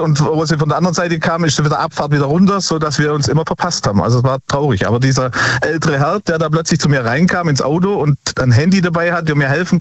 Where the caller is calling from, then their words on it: Nehren, Baden-Württemberg, Germany; Ich komme aus Nähren bei Tübingen.